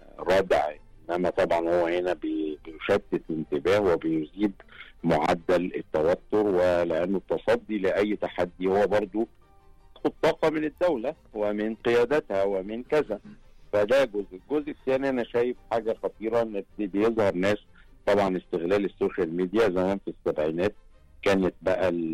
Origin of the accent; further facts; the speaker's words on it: Egypt; فأنا لما أتكلم في حاجة أتكلم كمصري، ولما أحب أطرح مشكلة أطرحها كمصري